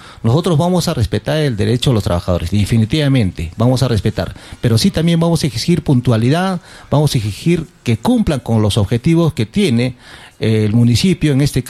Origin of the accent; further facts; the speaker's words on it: El Cural, Arequipa, Peru; Yo soy del Curral